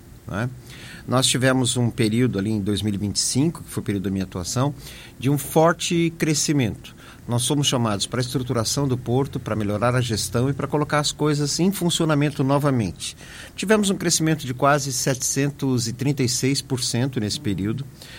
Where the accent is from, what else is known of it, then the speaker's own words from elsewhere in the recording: Itajaí, Santa Catarina, Brazil; todos nós que somos de Itajaí